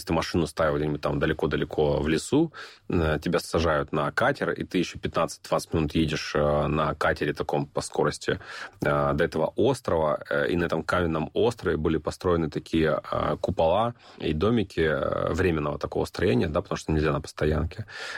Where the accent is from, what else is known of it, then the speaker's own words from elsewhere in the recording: Horlivka, Donetsk Oblast, Ukraine; now in Saint Petersburg, Russia; Да, я причем, когда приехал там, да, из Горловки, приехал жить в Питер, для меня она оказалась очень крутой.